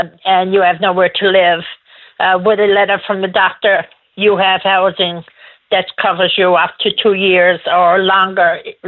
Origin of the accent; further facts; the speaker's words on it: Ontario, Canada; the reason why I was treated the way I was treated is because I came from Ontario